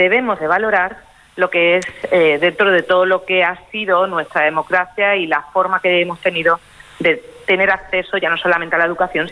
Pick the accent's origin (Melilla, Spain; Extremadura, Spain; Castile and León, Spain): Extremadura, Spain; Jaraíz de la Vera; now in Madrid, Spain; alguien de un pueblo de Extremadura, de un pueblo chiquitito, que yo soy de Jaraíz de la Vera